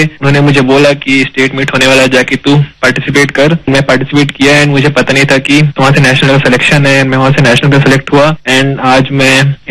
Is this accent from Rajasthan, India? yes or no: no; Chhattisgarh, India; मैं छत्तीसगढ़ से बिलोंग करता हूँ, अभी मैं उड़ीसा से खेलता हूँ।